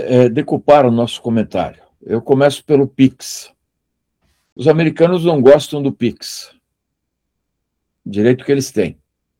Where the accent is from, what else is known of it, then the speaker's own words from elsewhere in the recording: Curitiba, Paraná, Brazil; born there; Nós somos brasileiros, nascidos em Curitiba, Paraná, Brasil.